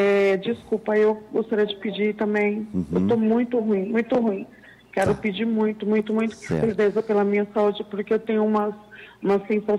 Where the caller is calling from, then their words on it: São Paulo, Brazil; Eu falo de São Paulo, é Guaianazes.